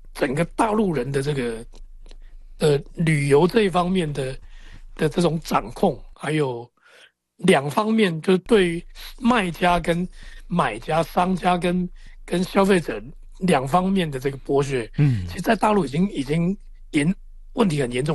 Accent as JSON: {"language": "Chinese", "country": "Taiwan", "said": "因为我们台湾人几乎所有人都用赖嘛"}